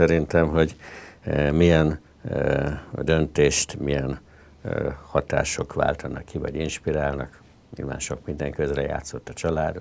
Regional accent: Budapest, Hungary; born there; also born or lived in India / Esztergom; Valóban Budapesten születtem, de egész fiatal koromban, 10 és 14 éves korom között édesapám kohomérnök volt, és az egész család Indiában élt.

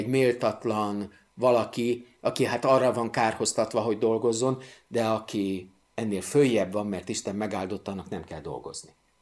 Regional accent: Budapest, Hungary; nem emlékszem, hogy Újpesten bárkinek, ahol én fölnőttem, eszébe jutott volna köszönni egy utcaseprőnek.

